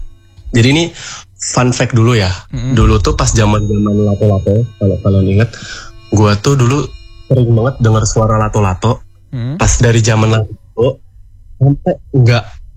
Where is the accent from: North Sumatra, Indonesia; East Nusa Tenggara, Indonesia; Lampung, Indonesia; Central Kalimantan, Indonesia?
Lampung, Indonesia; Way Kanan; born there; pas gue zaman SMA di Waikanan.